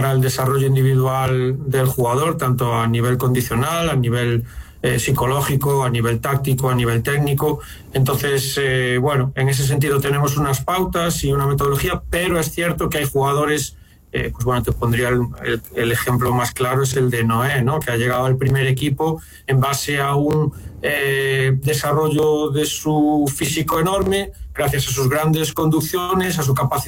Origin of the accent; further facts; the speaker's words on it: Galicia, Spain; Bueno, yo os devolvería una pregunta como buen gallego.